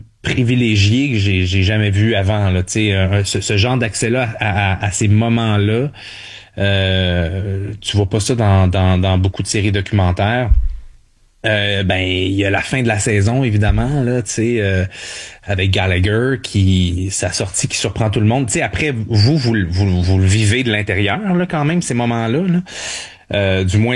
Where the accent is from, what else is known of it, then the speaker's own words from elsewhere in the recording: Montreal, Quebec, Canada; born there; Ben moi, je suis né à Montréal, fait que j'étais un peu